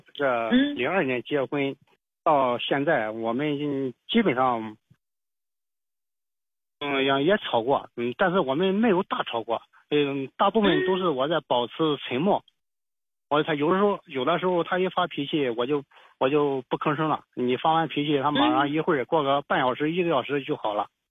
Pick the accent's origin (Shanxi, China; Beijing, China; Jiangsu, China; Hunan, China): Jiangsu, China; now in Gansu, China; 我老家是江苏的，我在甘肃打工呢。